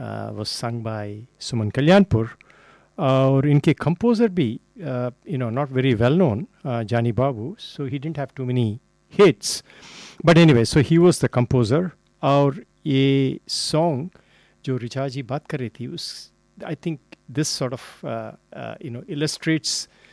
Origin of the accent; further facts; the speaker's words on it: Andhra Pradesh, India; now in Sydney, Australia; मैं आंध्रा से हूँ